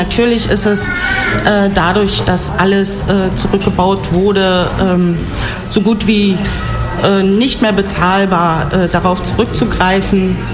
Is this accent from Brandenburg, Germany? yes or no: yes; Brandenburg, Germany; moved away; Ich komme aus dem Oderbruch. Mein Elternhaus steht nicht weit von einem Windrad.